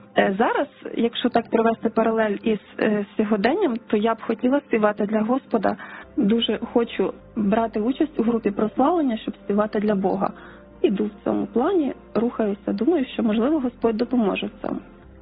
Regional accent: Yaremche, Ivano-Frankivsk Oblast, Ukraine; born there; я народилася в чудовому карпатському містечку Яремче. Така мальовнича перлинка туристична. В сім'ї медиків.

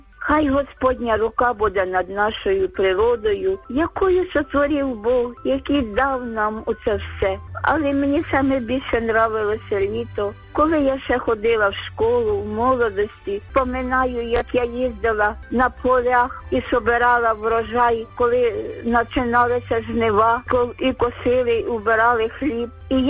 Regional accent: Kyiv, Ukraine; я з Києва, з Оболоні.

